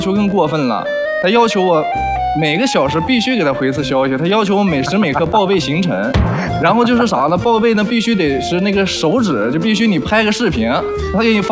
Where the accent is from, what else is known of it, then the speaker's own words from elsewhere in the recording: Ulanqab, Inner Mongolia, China; moved away; 内蒙古的。